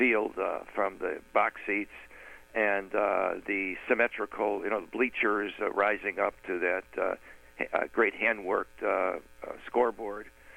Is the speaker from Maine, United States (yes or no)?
no; Chicago, Illinois, United States; moved away; I was born and raised in Chicago, and I spent a good part of my boyhood sneaking into Wrigley Field with my friends from the west side of Chicago. And later I moved to the north side about 3-4 miles from Wrigley Field.